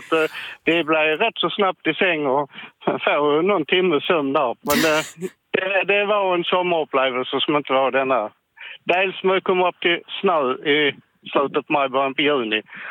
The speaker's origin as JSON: {"language": "Swedish", "region": "Skåne", "country": "Sweden", "tie": "born or raised there", "said": "Nej, jag är skåning. Jag har bott på Östland hela mitt liv, så jag är jätteskåning."}